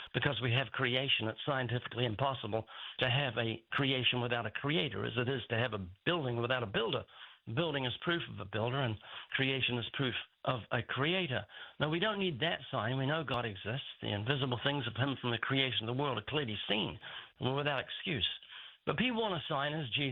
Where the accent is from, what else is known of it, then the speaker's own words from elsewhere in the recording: New Zealand; born there; You said I was born in New Zealand. You missed out the fact that I was born there twice.